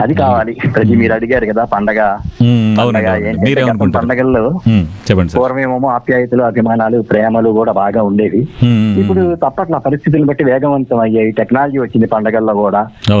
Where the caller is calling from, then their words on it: Hyderabad, Telangana, India; నేను హైదరాబాద్ నుంచి